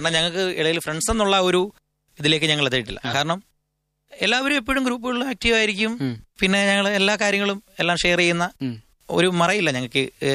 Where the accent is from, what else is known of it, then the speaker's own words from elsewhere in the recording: Kerala, India; നമ്മളൊരു അപ്പർ കുട്ടനാട് അല്ലെങ്കിൽ കുട്ടനാട് മേഖലയുമായി ബന്ധപ്പെട്ട ആളുകളാണ്.